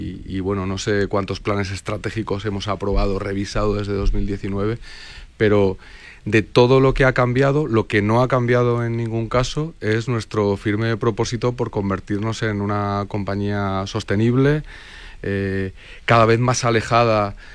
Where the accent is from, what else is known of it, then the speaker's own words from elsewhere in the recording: Puertollano, Castilla-La Mancha, Spain; Sines en Portugal y Puerto Llano, que creo que es el que me he dejado, que es de donde yo vengo